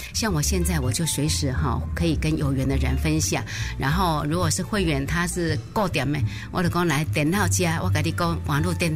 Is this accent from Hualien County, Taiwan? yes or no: no; Taoyuan, Taiwan; 大家好，